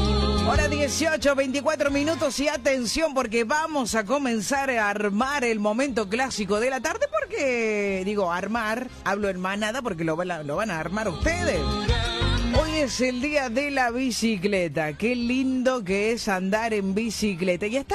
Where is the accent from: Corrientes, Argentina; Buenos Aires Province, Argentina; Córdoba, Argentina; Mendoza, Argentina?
Córdoba, Argentina; born there; now in Los Frentones, Argentina; te estamos escuchando desde Los Frentones, Chaco, hermoso el programa, soy cordobés de nacimiento y hace 8 años estoy acá por razones de trabajo